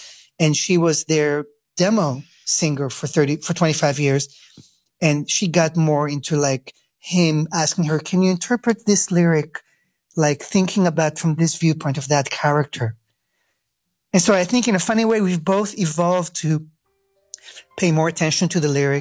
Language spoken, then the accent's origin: English; Israel; English is a second language; But then growing up in Israel, I was listening to songs on the radio.